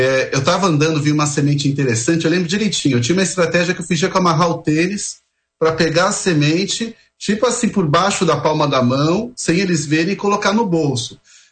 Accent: São Paulo, Brazil; eu sou paulistano da gema. É muito interessante, né? É difícil não pensar em alguma coisa extra terrena, né, para assim dizer, porque eu nasci no meio de Moema, num apartamento de 70 metros quadrados

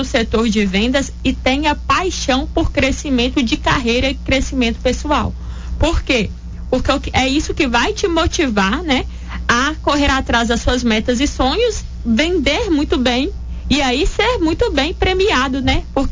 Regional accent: Montes Claros, Minas Gerais, Brazil; Eu saí de Montes Claros é a 533 quilômetros aqui, pessoal, para buscar uma melhoria, né?

